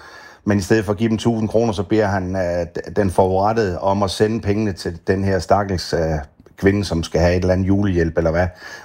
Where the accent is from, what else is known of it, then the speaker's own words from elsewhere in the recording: Region of Southern Denmark, Denmark; Ja, nu kan man sige, nu er jeg jo Fynbo. Vi stikker lige en finger i jorden en gang imellem, tænker jeg.